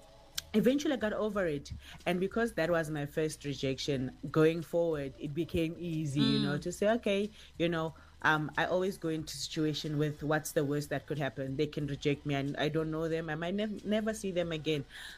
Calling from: Gauteng, South Africa; here from the West Rand.

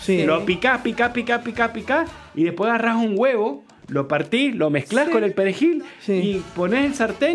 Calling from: San Juan, Argentina; los sanjuaninos somos más españoles.

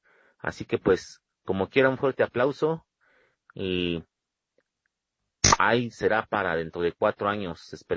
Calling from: Naucalpan, State of Mexico, Mexico; de Naucalpan.

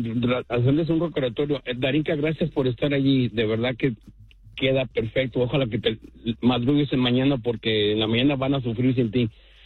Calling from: Tijuana, Baja California, Mexico; de Tijuana.

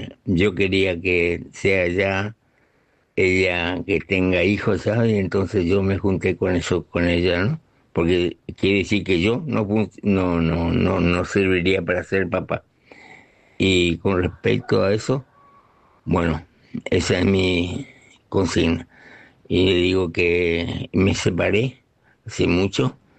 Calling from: Formosa, Argentina; de Formosa.

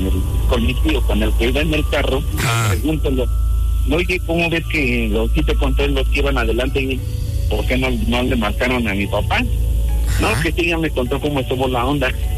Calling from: Mexico; a donde nosotros vivimos, de donde somos, ahí en el pueblo

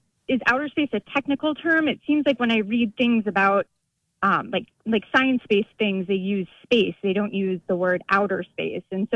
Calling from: Madison, Wisconsin, United States; I'm calling from Madison, Wisconsin.

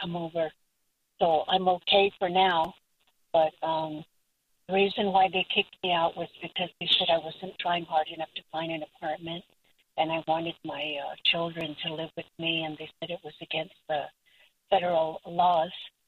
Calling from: Albuquerque, New Mexico, United States

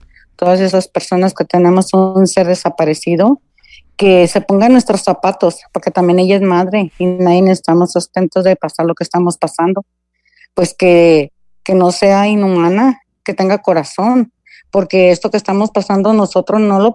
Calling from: Zapopan, Jalisco, Mexico; Pues yo soy de aquí, del municipio de Zapopan, de aquí de Guadalajara, Jalisco.

